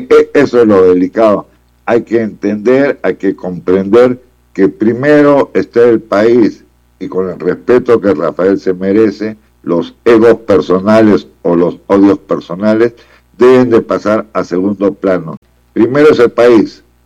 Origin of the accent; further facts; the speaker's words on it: Peru; que no soy fujimorista, antes de todo soy peruano